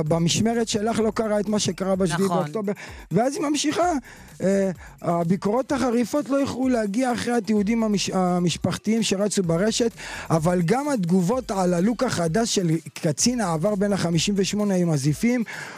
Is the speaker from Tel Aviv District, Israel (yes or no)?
no; Beit Shemesh, Jerusalem District, Israel; כי גדלתי בבית שמש.